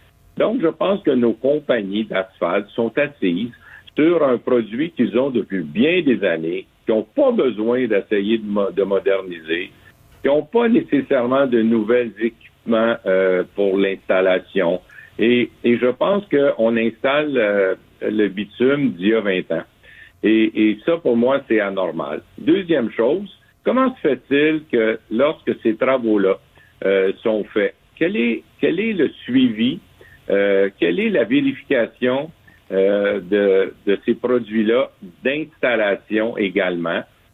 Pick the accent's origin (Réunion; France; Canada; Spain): Canada; Montreal, Quebec; Je suis un Montréalais dans l'âme. Je connaissais Montréal.